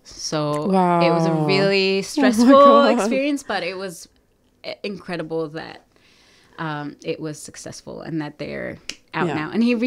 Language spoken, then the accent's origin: English; Egypt; me trying to recreate the food of my home country, Egypt, and to get as close as possible to the texture and the flavor.